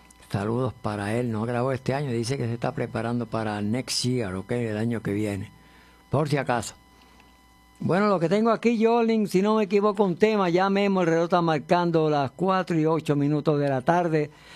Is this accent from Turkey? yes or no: no; Añasco, Puerto Rico; Allá lo vamos a estar escuchando en mi pueblo Añasco